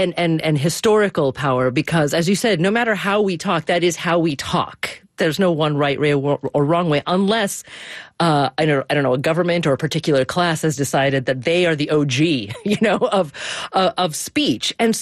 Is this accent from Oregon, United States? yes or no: yes; Oregon, United States; Yeah, I grew up in Oregon.